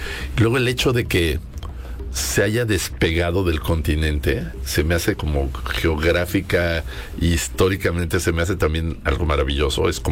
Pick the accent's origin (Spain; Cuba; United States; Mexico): Mexico; Mexico City; yo soy de la Ciudad de México